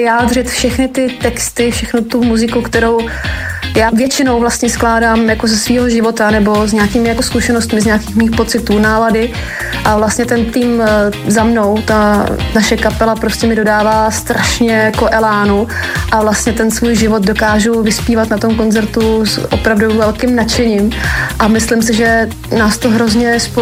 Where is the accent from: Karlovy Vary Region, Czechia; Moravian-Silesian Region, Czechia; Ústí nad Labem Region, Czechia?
Karlovy Vary Region, Czechia; Nejdek; z kapely … Pocházíme z Nejtku u Karlových Varů